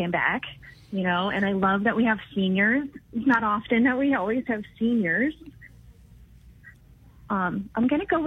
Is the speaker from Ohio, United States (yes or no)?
no; Champaign, Illinois, United States; also born or lived in Carbondale; Champaign is my home, and I love my hometown